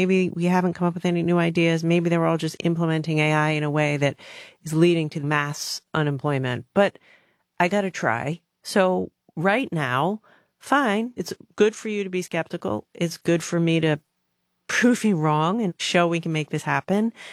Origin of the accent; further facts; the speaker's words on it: Rhode Island, United States; I'm from Rhode